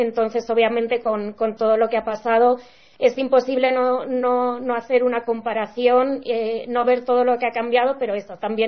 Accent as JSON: {"language": "Spanish", "country": "Spain", "also_born_or_lived": "La Paz, Bolivia"}